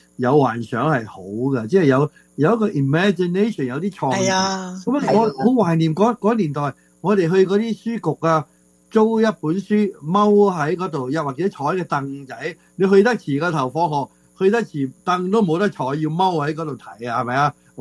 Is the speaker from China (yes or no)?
no; Vietnam; moved away; also born or lived in Taiwan; 我喺越南长大，虽然嗰阵时系越战啫，即系都晚晚都炮火啊。当作系驱眠曲咁啦吓，基本上，但系咧，我哋生活都算做几富裕噶，都系叫做小康啦，家庭咁啦，咁啊，拉尾又去咗辽国啊，咁拉尾又送咗台湾读书啊